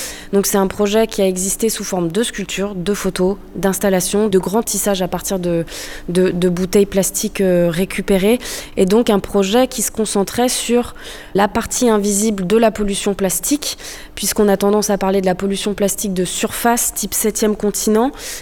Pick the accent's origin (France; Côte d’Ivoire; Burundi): France; Brittany; Je suis originaire de Bretagne. Je vis depuis 3-4 ans à Saint-Malo.